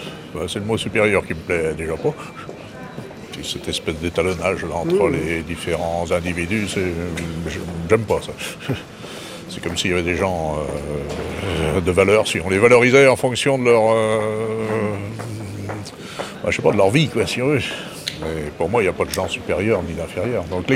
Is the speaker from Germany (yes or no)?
yes; Germany; French is a second language; Je suis allemand, je pense ça, la même chose.